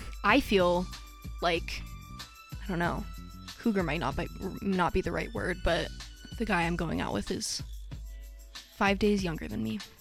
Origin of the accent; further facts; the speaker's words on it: Alaska, United States; moved away; I'm from Alaska.